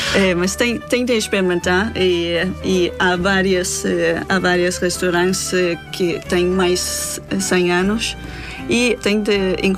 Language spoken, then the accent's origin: Portuguese; North Denmark Region, Denmark; born or raised there; Portuguese is a second language; now in Portugal